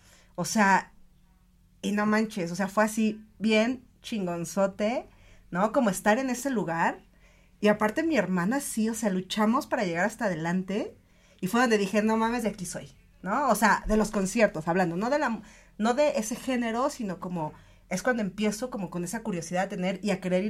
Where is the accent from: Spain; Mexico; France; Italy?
Mexico; Ecatepec, State of Mexico; yo nací, crecí en Ecatepec.